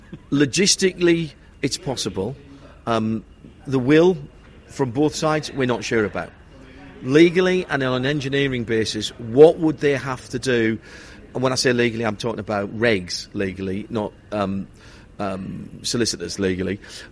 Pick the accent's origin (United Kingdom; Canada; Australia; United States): United Kingdom; Sunderland, North East England; I think this week, up in my hometown in Sunderland, the biggest car manufacturing plant in the UK is Nissan.